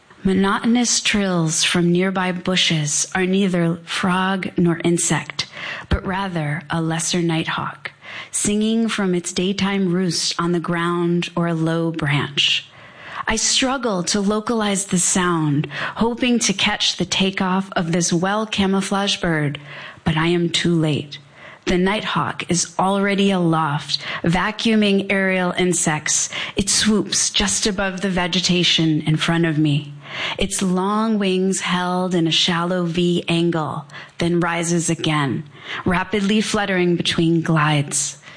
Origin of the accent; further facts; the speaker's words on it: Providence, Rhode Island, United States; I grew up in Providence, Rhode Island.